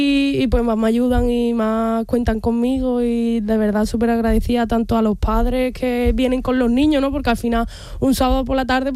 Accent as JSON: {"language": "Spanish", "region": "Andalusia", "country": "Spain", "said": "De ellos, somos 126 andaluces."}